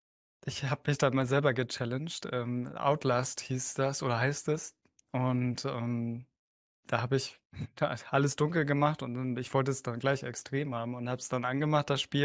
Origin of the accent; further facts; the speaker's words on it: Schwerin, Mecklenburg-Vorpommern, Germany; Ich komme aus Schwerin, in Mecklenburg-Vorpommern.